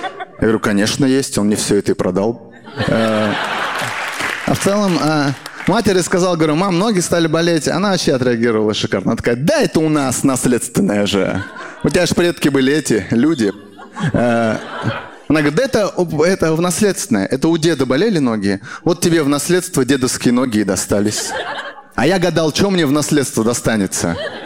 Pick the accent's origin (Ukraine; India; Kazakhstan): Kazakhstan; Я такой, я казах вообще.